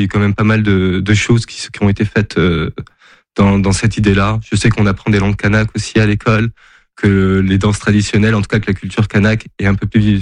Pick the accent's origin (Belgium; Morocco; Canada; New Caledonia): New Caledonia; Quand on est petit, en plus, on regarde vraiment pas la couleur de peau, même si plus tard, en grandissant en Calédonie, on y fait un peu plus attention.